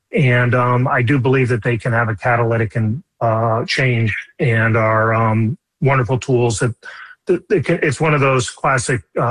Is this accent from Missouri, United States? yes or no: yes; St. Louis, Missouri, United States; And I'm from St. Louis